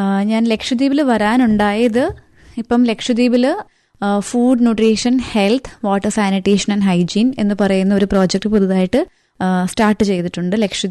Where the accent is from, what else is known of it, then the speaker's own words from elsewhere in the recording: Thiruvananthapuram, Kerala, India; ഞാൻ കേരളത്തിൽ നിന്നാണ് വരുന്നത്. കേരളത്തിൽ തിരുവനന്തപുരത്ത് നിന്നാണ് ഞാൻ വരുന്നത്.